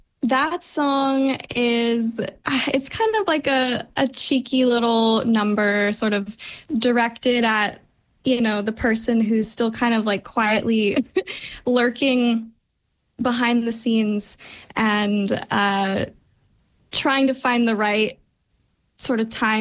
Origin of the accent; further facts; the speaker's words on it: Montana, United States; I'm from Montana originally, and I grew up in a pretty musical family.